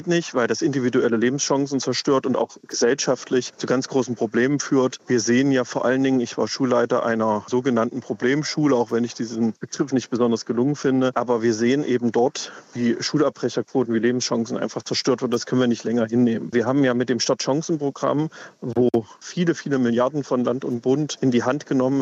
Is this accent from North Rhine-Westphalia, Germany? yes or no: no; Thuringia, Germany; Bildung, also Kindergarten, wie man bei uns in Thüringen sagt